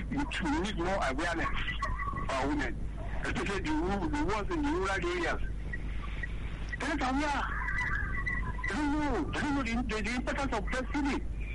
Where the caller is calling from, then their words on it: Owerri, Imo, Nigeria; I'm calling from Owerri in Imo State.